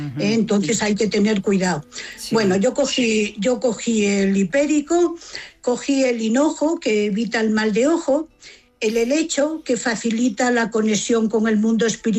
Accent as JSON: {"language": "Spanish", "region": "Galicia", "country": "Spain", "said": "Sí, yo soy gallega, además."}